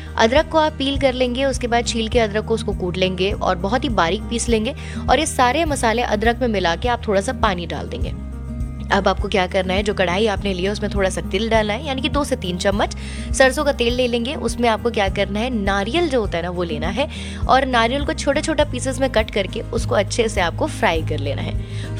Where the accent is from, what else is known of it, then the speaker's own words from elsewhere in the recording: West Bengal, India; मैं भी बंगाली हूँ और इसीलिए शायद से आपको वो जो टोन मिल रहा होगा वो थोड़ा सा मिल रहा होगा